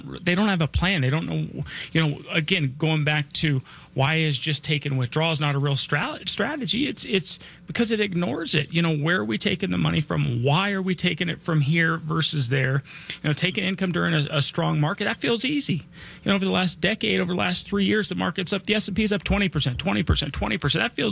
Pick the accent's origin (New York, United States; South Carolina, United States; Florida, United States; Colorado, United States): Colorado, United States; Denver; I was born and raised here in Denver.